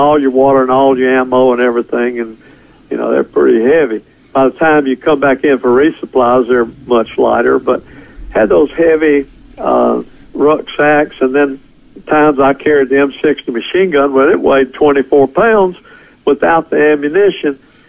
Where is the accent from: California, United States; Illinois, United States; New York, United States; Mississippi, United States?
Mississippi, United States; I said, "Mississippi."